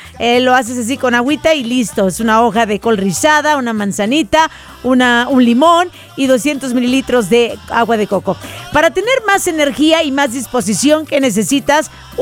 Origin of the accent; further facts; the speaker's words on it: Mazatlán, Sinaloa, Mexico; Yo soy marinera y soy de Mazatlán, Sinaloa. Bendita tierra de bandas y de gente trabajadora.